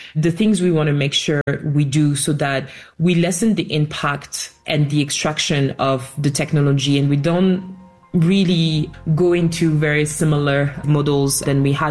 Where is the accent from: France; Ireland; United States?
France; And this is how I was born and educated in France, but I grew up with that story really at the back of my mind